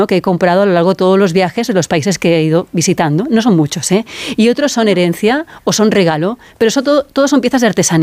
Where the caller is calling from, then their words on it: Barcelona, Catalonia, Spain; de Barcelona y hace 5 años estuve en San Francisco con mi familia.